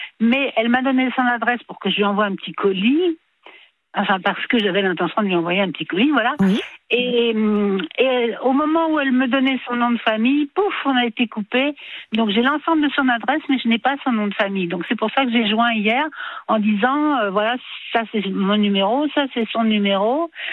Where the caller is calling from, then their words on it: Île-de-France, France; L'Île-de-France